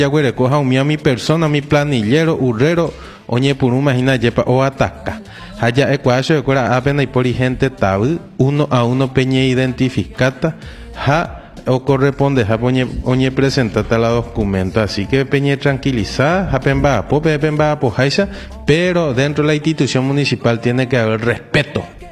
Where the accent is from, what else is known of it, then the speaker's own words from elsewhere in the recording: Horqueta, Concepción, Paraguay; como orqueteño, como paraguayo